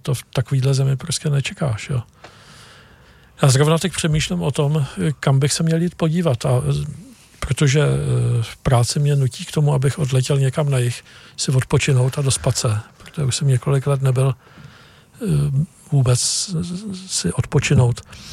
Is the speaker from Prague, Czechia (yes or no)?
no; Brno, South Moravian Region, Czechia; born there; Brno budeš... je moje rodné město, takže tam já jezdím.